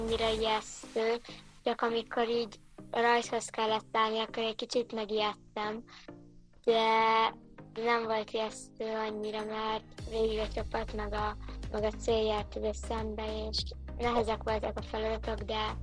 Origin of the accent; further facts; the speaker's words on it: Hungary; Magyarországról jöttünk